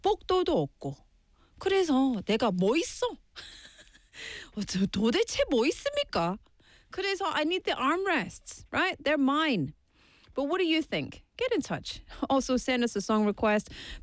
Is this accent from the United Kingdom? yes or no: yes; Scotland, United Kingdom; accent: Scottish; now in Busan, South Korea; I don't know if they understand my Scottish accent.